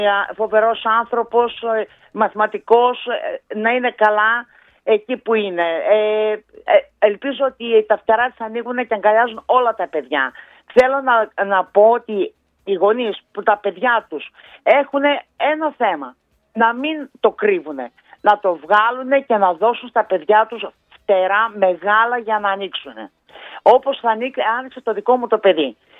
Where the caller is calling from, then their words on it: Didymoteicho, Eastern Macedonia and Thrace, Greece; Είμαι μία μητέρα από το Δημότυχο.